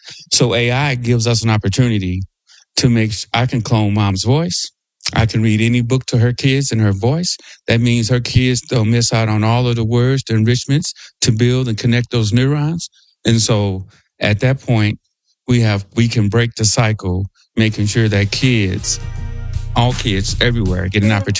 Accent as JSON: {"language": "English", "town": "Madison", "region": "Illinois", "country": "United States", "said": "I'm from Madison, Illinois, so on the east side."}